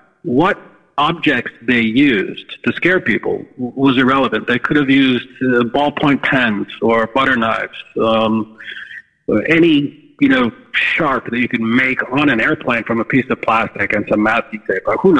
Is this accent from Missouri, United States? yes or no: no; Boston, Massachusetts, United States; here at the at my hometown airport, Boston Logan, where two of the four hijacked planes departed from, there's a beautiful 9/11 memorial.